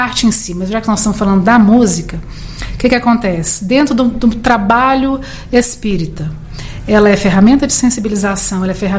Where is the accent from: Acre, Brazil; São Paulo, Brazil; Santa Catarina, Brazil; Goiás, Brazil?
Goiás, Brazil; porque eu sou do interior, eu sou de Pameri, interior de Goiás.